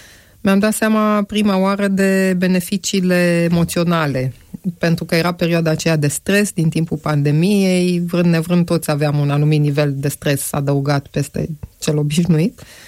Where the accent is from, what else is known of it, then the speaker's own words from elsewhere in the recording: Bucharest, Romania; Da, m-am născut și am crescut în București.